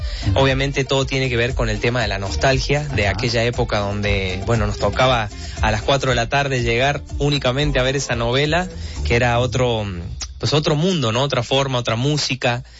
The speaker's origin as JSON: {"language": "Spanish", "country": "Argentina", "moved": "yes", "lives_now": "Mexico", "said": "Bueno, yo soy de Argentina, pero he vivido varias etapas aquí en México, desde el 99 al 2007. Después me ausenté, regresé a mi país y allá por el 2019 fue que regresé"}